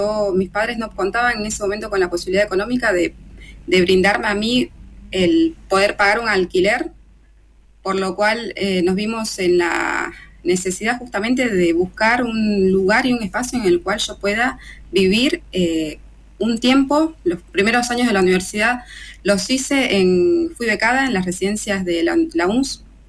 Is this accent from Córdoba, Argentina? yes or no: no; Mayor Buratovich, Buenos Aires, Argentina; now in Bahía Blanca, Argentina; Bahía Blanca no es el lugar en el que crecí. Yo soy de Mayor Buratovich.